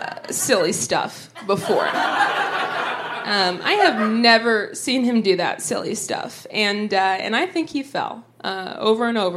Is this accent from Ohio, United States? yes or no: yes; Dayton, Ohio, United States; moved away; So I grew up originally in Ohio, Southwest Ohio, in Dayton, and I got some big news from my sister back home.